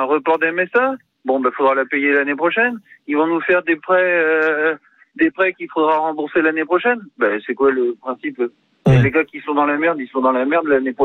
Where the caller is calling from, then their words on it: Pays de la Loire, France; je suis en Vendée sur des eaux de surface